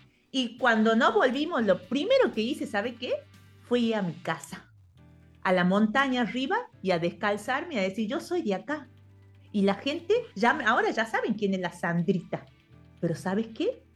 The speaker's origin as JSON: {"language": "Spanish", "region": "northern Argentina", "country": "Argentina", "moved": "yes", "said": "tengo mi sombrero que representa al norte de donde vengo."}